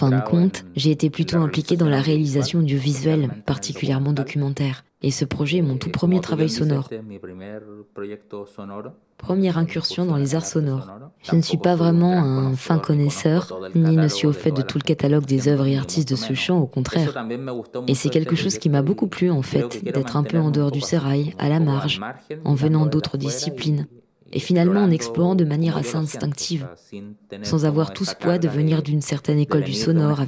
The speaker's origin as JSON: {"language": "French", "town": "Arica", "region": "Arica y Parinacota", "country": "Chile", "said": "je viens d'Arica, une ville située à la frontière nord du Chili, partagée avec le Pérou et la Bolivie."}